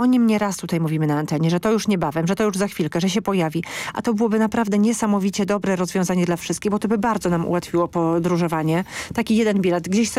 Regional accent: Podlaskie Voivodeship, Poland; tam u mnie na Podlasiu

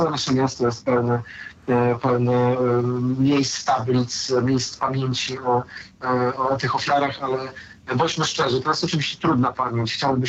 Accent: Warsaw, Masovian Voivodeship, Poland; mówię to zresztą jako warszawiak, jako historyk, jako, no już mogę się tak zautodefiniować, polski patriota.

